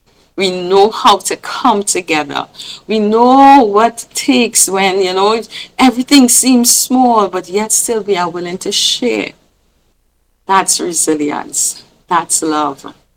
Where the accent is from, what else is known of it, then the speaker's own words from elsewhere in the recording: Trinidad & Tobago; but I love being a Trinidadian.